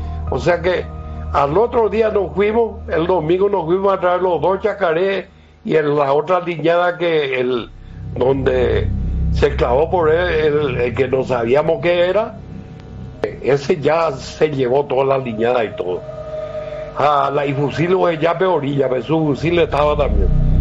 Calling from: Capiatá, Central, Paraguay; Y vivo en Capiatá, Capiatá de mis amores.

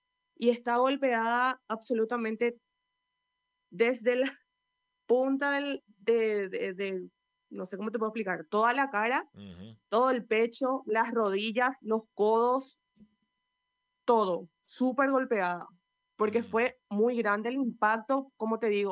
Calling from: Fernando de la Mora, Central, Paraguay; Somos de Fernando

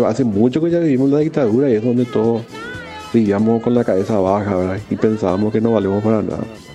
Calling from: Paraguay; Como somos los paraguayos.

